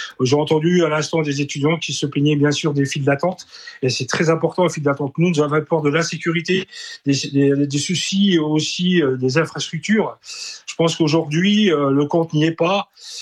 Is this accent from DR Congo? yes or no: no; Grand Est, France; parce que moi, je suis de la Lorraine